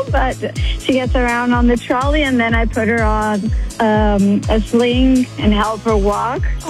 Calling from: Port Coquitlam, British Columbia, Canada; I like everything about it here. I'm beside nature, the park, so there's so much to do here.

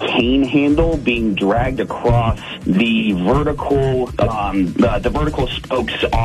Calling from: Sumas, Washington, United States; I'm calling from Sumas, Washington.

